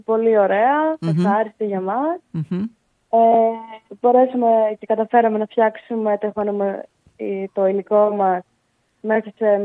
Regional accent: Didymoteicho, Eastern Macedonia and Thrace, Greece; Ναι, από το Δημότυχο.

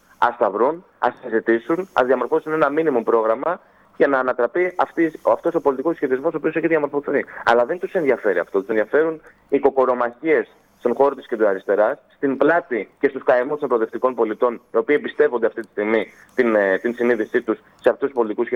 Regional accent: Rhodes, South Aegean, Greece; και εγώ κατάγομαι από τη Ρόδο

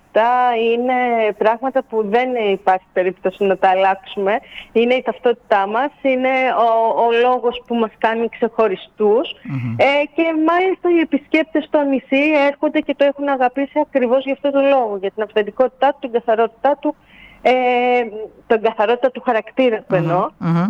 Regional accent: Leipsoi, South Aegean, Greece; αγαπώ τον τόπο μου

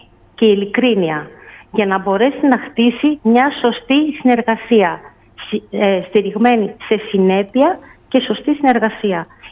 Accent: Thessaloniki, Central Macedonia, Greece; Ξεκίνησα με τη Θεσσαλονίκη γιατί είναι η πόλη μου.

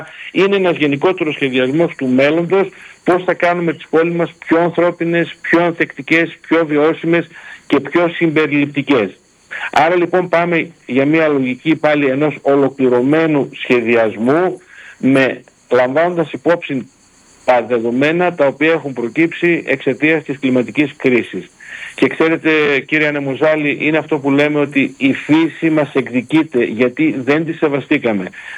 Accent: Ioannina, Epirus, Greece; εγώ είμαι ένας Γιαννιώτης που αγαπάει πολύ την Πρέβεζα.

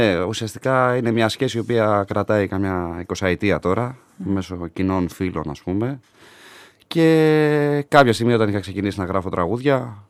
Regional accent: Athens, Attica, Greece; Στην Αθήνα μεγάλωσα, στη Νέα Ιωνία.

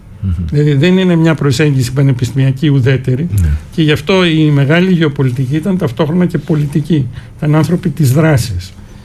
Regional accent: Greece

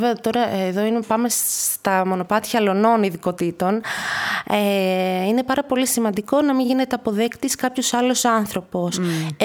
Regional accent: Komotini, Eastern Macedonia and Thrace, Greece; Και είμαι από εδώ, είμαι από την Κομοτηνή.

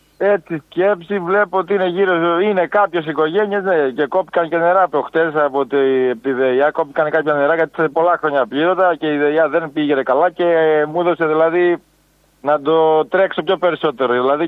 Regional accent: Strefi, Western Greece, Greece; στο χωριό μου, τώρα που είμαι πρόεδρος 3 χρόνια

